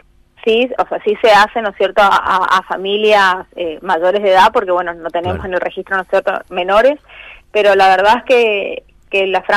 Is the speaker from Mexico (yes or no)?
no; Argentina